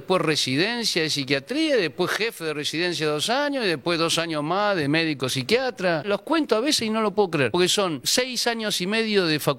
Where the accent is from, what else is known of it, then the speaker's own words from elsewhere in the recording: Buenos Aires, Argentina; Me crié en Constitución, logré terminar la secundaria en el Nacional Buenos Aires